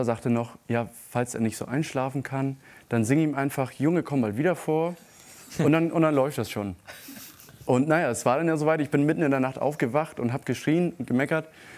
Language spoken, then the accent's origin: German; Oldsum, Schleswig-Holstein, Germany; born or raised there